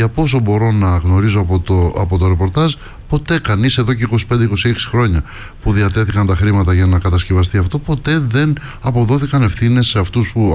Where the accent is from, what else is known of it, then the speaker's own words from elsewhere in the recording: Ionian Islands, Greece; Το λένε μετά γουρνόλαγο, όπως το λέμε στην πατρίδα μου, την Κεφαλονιά.